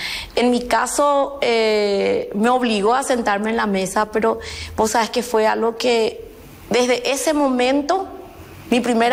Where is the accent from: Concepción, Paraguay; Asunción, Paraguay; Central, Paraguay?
Asunción, Paraguay; Yo soy de Asunción, soy del barrio Sajón. Realmente trabajamos en mi barrio como candidata en la juventud.